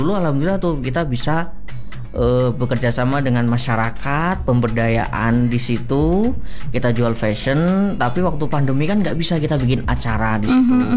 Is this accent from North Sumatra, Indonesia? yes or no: no; Lampung, Indonesia; now in Bogor, Indonesia; Kalau saya asli dari Lampung gitu.